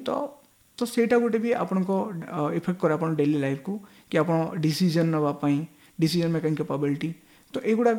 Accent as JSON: {"language": "Odia", "region": "Odisha", "country": "India", "said": "specially ଯେହେତୁ ମୁଁ ଓଡ଼ିଶାର ତ ଓଡ଼ିଶା ଗଭର୍ଣ୍ଣମେଣ୍ଟ ଉପରେ ହିଁ କହିବି"}